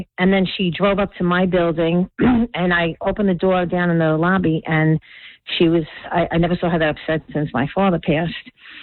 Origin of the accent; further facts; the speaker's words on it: New York, United States; now in Toms River, United States; I was born and raised Bronx, New York.